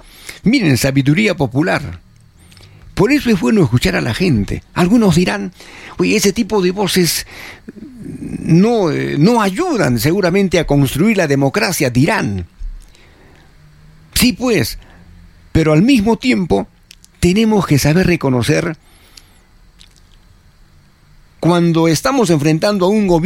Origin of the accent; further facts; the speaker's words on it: Peru; Nosotros como peruanos, los que la vivimos, los que la sudamos en el día a día